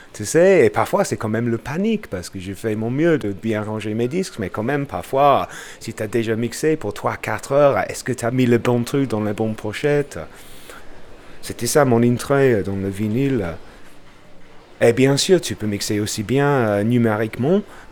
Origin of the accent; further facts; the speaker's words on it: Bradford, Yorkshire and the Humber, United Kingdom; French is a second language; now in Lyon, France; je viens de Bradford, dans le nord de l'Angleterre. Je travaille pour La Poste, je suis facteur dans la guillotière.